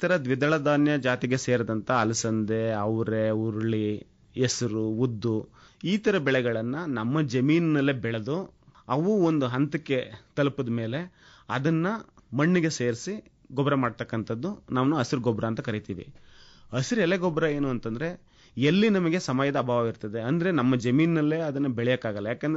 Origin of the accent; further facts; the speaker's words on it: Malavalli, Karnataka, India; moved away; ಮೂಲವಾಗಿ ನಾನು ಮಳವಳ್ಳಿ ತಾಲೂಕಿಂದ ಬಂದಿರೋದ್ರಿಂದ ನಮ್ಮೂರಿನಲ್ಲಿ ಕುಷ್ಕಿ ಬೇಸಾಯನ ಜಾಸ್ತಿ ಮಾಡ್ತಾ ಇದ್ರು.